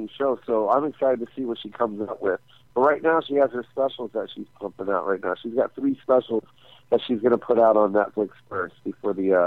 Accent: Las Vegas, Nevada, United States; And that's my hometown too.

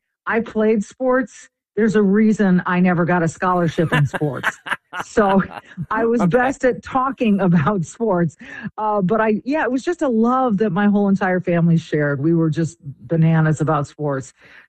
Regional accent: California, United States; I was the youngest of four kids growing up in Southern California. My dad was an aerospace engineer, which is all the aerospace industries were in Southern California. And my parents were Depression-era kids.

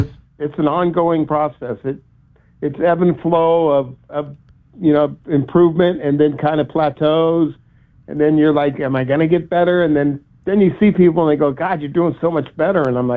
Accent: Tucson, Arizona, United States; I mean, I grew up in Tucson. I spent 60 years of my life in Tucson, Arizona. And I still look at Tucson as my home.

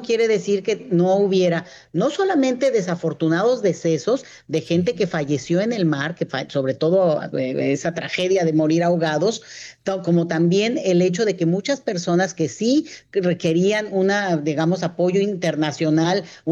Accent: Mexico; y nos incluye como mexicanos, el país de más inmigración migratoria del planeta, siempre lo digo

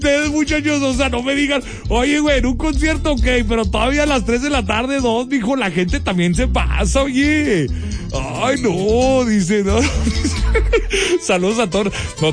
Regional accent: Mexico; Pero digo yo, nosotros como mexicanos, muchachos

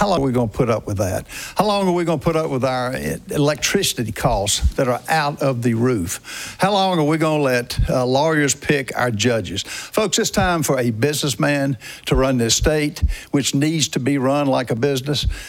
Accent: Rock Hill, South Carolina, United States; from Rock Hill, South Carolina.

